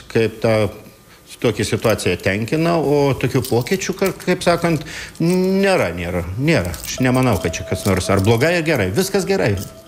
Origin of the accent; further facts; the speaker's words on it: Skuodas, Klaipėda County, Lithuania; aš iš Skuodo, 350.